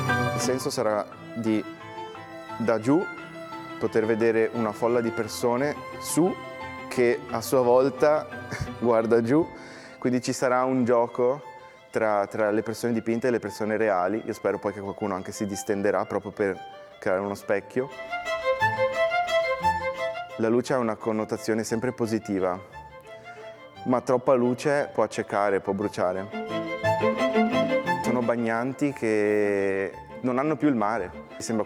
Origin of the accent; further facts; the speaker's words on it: Venice, Veneto, Italy; sono cresciuto a Venezia